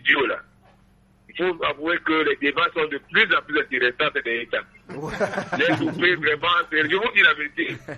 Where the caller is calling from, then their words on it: Edéa, Littoral, Cameroon; chez moi, à Edea